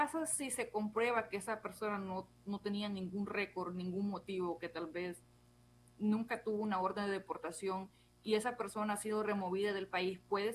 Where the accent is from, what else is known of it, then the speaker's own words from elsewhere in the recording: Honduras; now in United States; yo soy hondureña